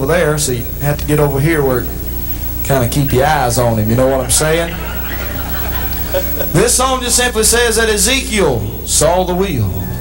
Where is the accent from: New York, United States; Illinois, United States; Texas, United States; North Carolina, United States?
North Carolina, United States; Now, I tell you what, now I'm from North Carolina, but that just absolutely just sounds like a pitiful "I'm ready."